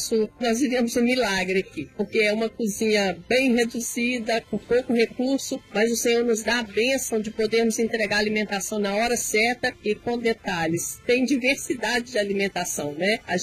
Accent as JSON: {"language": "Portuguese", "region": "São Paulo", "country": "Brazil", "said": "eu sou de São Paulo, também da Igreja Saúde."}